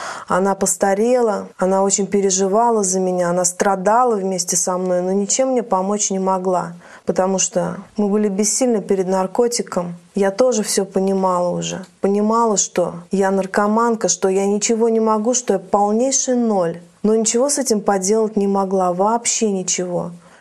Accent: Southern Urals, Russia

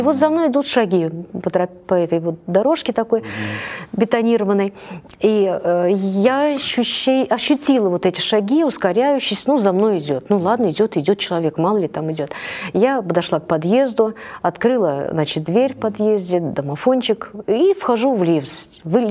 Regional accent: Nizhny Novgorod, Nizhny Novgorod Oblast, Russia; я коренная жительница Нижнего Новгорода. Родилась я 60 лет назад.

